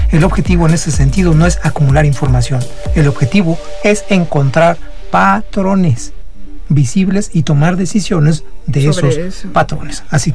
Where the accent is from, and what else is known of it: Mexico